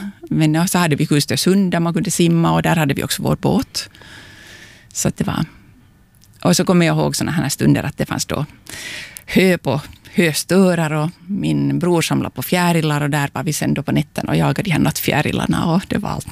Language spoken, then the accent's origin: Swedish; Southwest Finland, Finland; born there; de hade flyttat ut dit och där föddes jag sen.